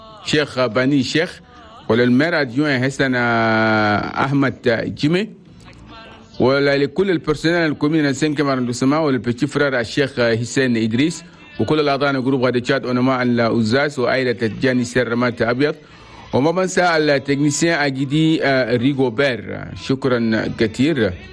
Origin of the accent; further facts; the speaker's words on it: Chad; سلام لك انت وكل الكلان دومان في العاصمة جمينا وفي بلدنا تشاد.